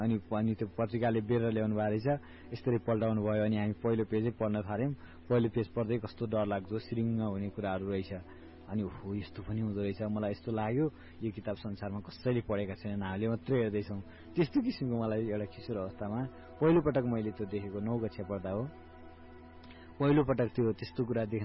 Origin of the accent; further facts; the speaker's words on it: Chitwan, Bagmati, Nepal; हाम्रो चितवनमा